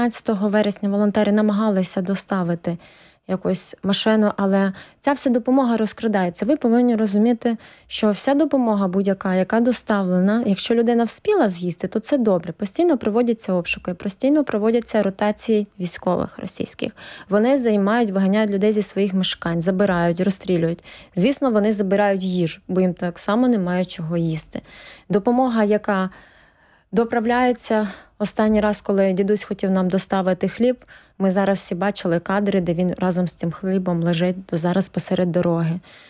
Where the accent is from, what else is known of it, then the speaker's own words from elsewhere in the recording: Oleshky, Kherson Oblast, Ukraine; moved away as an adult; Для мене це мій рідний дім. Дім, де я народилася, де я пішла в школу, де народилась моя дитина. Дім, який в мене забрали російські окупанти. Моє місто від першого дня повномасштабної війни в Україні є окупованим.